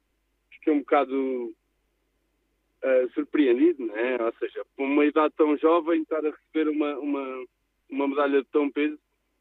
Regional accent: Fundão, Centro, Portugal; eu sempre fiz a minha vida toda cá, nasci no Fundão

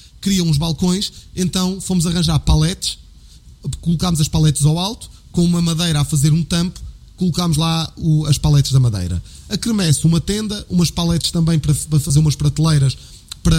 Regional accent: Abrantes, Santarém, Portugal; now in Lisbon, Portugal; origens e tenho sempre uma ligação, apesar de viver em Lisboa, tenho uma ligação sempre muito forte à minha terra. E eu queria gravar cá o videoclipe porque me fazia sentido. Festa da aldeia e tudo, não ia para outra aldeia qualquer, tinha que ser em Abrantes.

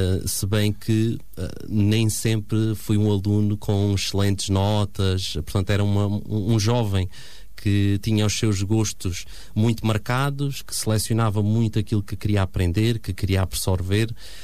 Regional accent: Vidigueira, Alentejo, Portugal; numa rádio da minha terra, da Vidigueira

